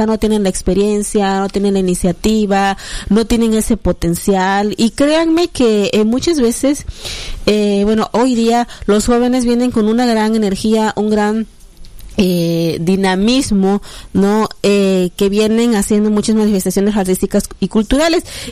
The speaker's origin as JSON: {"language": "Spanish", "region": "Chiapas", "country": "Mexico", "said": "somos mexicanos, ¿no? Que somos chiapanecos"}